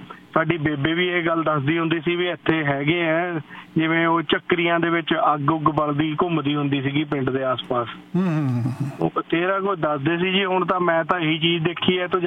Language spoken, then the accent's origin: Punjabi; Punjab, India; ਮੈਂ ਭਾਜੀ ਮੇਰਾ ਪਿੰਡ ਰੋਪੜ ਨੇੜੇ ਹੈ